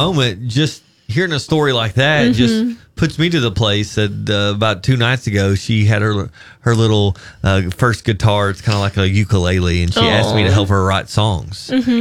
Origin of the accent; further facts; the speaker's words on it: Ashland, United States; I grew up in this community